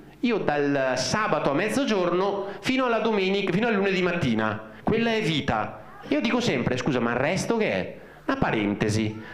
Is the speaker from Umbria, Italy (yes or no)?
no; Veneto, Italy; sono veneto